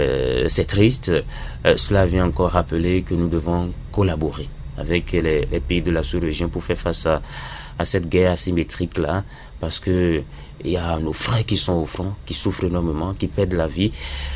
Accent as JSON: {"language": "French", "country": "Benin", "said": "bravo à ces filles-là qui sont en train de nous rendre heureux en tant que Béninois"}